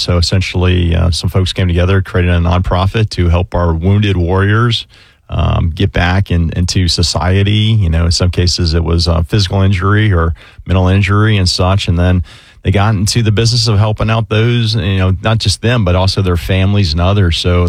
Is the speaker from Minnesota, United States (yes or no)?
no; Orange Park, Florida, United States; born or raised there